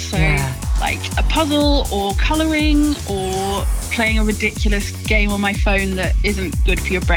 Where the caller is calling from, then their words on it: Paignton, South West England, United Kingdom; I'm in Paignton in Devon